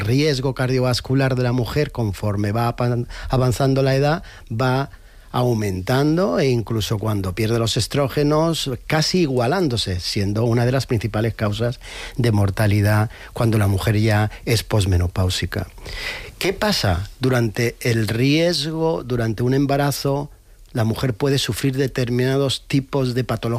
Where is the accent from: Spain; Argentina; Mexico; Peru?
Spain; Jaén, Andalusia; En mi tierra, en Jaén